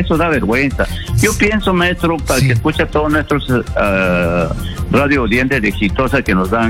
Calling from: Peru; como peruano, estoy indignado.

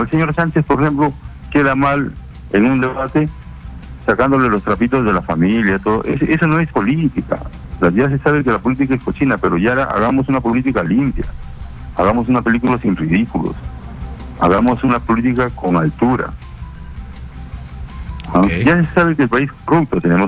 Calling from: Peru; nosotros los peruanos tenemos toda la raza del mundo, somos arranos, criollos, somos negros, cholos, mestizos, de todo.

